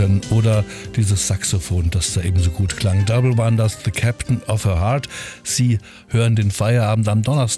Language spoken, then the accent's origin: German; Thuringia, Germany; born there; Und als geborener Thüringer habe ich da so ein bisschen meine Probleme